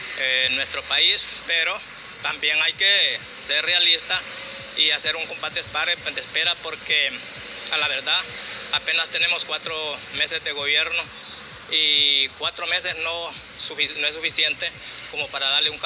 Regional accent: Esquipulas del Norte, Olancho, Honduras; yo soy nacionalista de Esquipulas del Norte

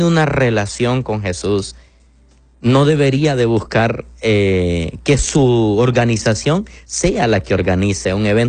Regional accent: Honduras; yo soy hondureño

